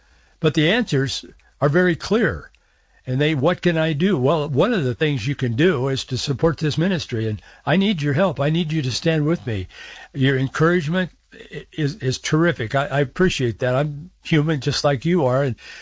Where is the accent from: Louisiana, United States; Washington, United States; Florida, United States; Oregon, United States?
Washington, United States; Yakima; I was born and raised in Yakima. We lived in the valley for a number of years, then my parents moved back to Yakima again.